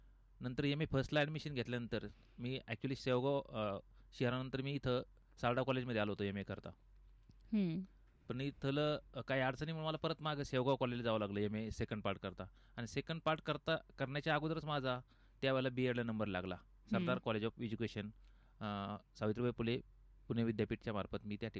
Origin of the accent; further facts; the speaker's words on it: Dahegaon Ne, Maharashtra, India; मी मूळचा दहेगावने, तालुका शेवगाव, जिल्हा अहिल्यानगर येथील असून माझं बालपण दहेगावने या गावीच गेलं. जायकवाडीचा बॅकवॉटरचा जो भाग म्हणतो आपण, त्या धरणग्रस्त परिसरातला मी आहे.